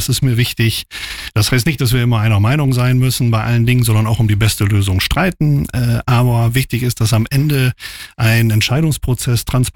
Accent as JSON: {"language": "German", "town": "Georgsmarienhütte", "region": "Lower Saxony", "country": "Germany", "tie": "born or raised there", "said": "Ich bin 49 Jahre alt, in Georgsmarienhütte geboren. Aufgewachsen und lebe dort auch mit meiner Familie"}